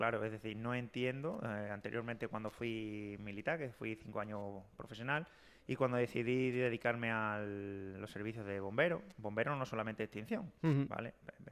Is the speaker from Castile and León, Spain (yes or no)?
no; Barbaño, Extremadura, Spain; a mi pueblo Barbaño, que me he criado ahí, que tengo familia y tengo muchísimos amigos.